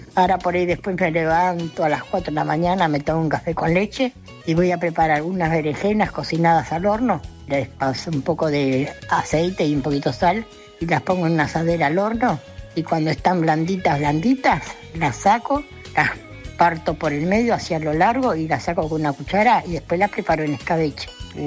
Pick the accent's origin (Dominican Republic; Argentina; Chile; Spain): Argentina; Lanús, Buenos Aires Province; de Lanús Oeste, tengo 85 años.